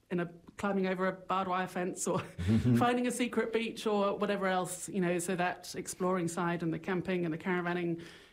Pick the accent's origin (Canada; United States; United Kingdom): United Kingdom; From the UK, some people say it's obvious. Other people say that there's a bit of a Kiwi twang there now.